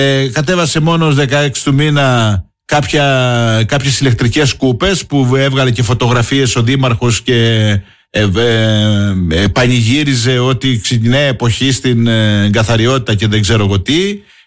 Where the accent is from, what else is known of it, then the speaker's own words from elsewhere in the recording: Heraklion, Crete, Greece; Δεν έχουμε δει ως Ηρακλειώτες.